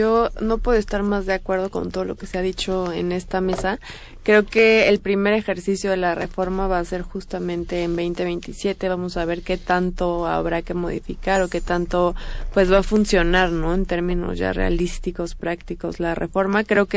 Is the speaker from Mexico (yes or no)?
yes; Mexico; por ser mexicanos